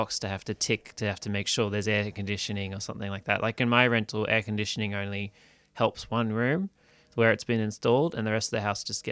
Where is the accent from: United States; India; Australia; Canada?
Australia; Sydney, New South Wales; now in Melbourne, Australia; growing up in Sydney, and just living in Sydney was closing doors and keeping things dark.